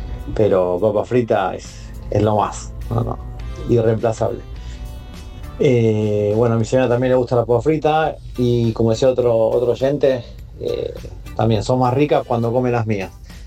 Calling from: Buenos Aires, Argentina; de Almagro.

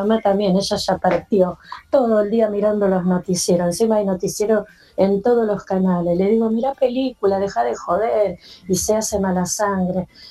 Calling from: González Catán, Buenos Aires Province, Argentina; Hola, buen día Radio Latina … de González Catán.

